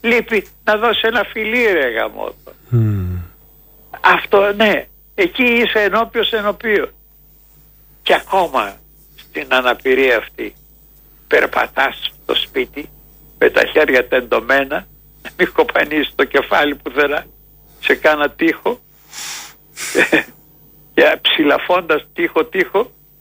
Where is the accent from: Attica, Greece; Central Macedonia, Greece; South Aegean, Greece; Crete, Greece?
Attica, Greece; Athens; now in Kavala, Greece; Γιατί το σπίτι μου, η οικογένειά μου, η δική μου είναι στην Αθήνα. Είμαι Αθηναίος. Εκεί νιώθω την Αθήνα, την νιώθω σπίτι μου κτλ.